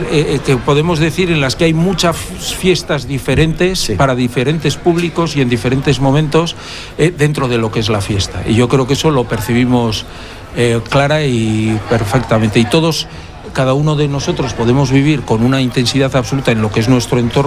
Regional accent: Bilbao, Basque Country, Spain; como bilbaíno que soy, siempre con intensidad, pero con tranquilidad también. Por ser también un bilbaíno que ya ha dado el cabo de hornos de los 60 años

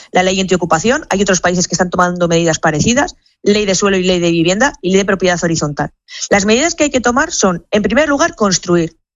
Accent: León, Castile and León, Spain; Yo soy de León

